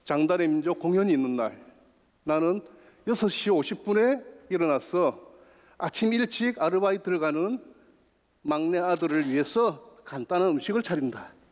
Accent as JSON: {"language": "Korean", "town": "Tongyeong", "region": "South Gyeongsang", "country": "South Korea", "tie": "born or raised there", "moved": "yes", "lives_now": "Yongin, South Korea", "said": "내 고향은 통영인데 영통을 거꾸로 하면 통영이기 때문이다. 통영의 아름다운 바다와 좋은 사람들이 그립다."}